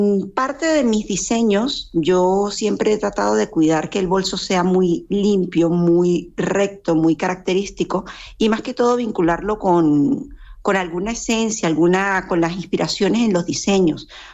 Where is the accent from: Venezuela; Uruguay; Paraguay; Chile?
Venezuela; now in Spain; Yo soy venezolana, las circunstancias nos obligaron, bueno, como muchas de nosotros, a conseguir realmente nuestras raíces, y nosotros pues decidimos mudarnos a España